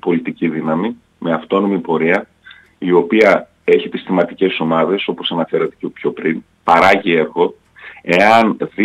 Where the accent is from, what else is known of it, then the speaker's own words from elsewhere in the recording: Trikala, Thessaly, Greece; επειδή είμαι και από τη Θεσσαλία, από τα Τρίκαλα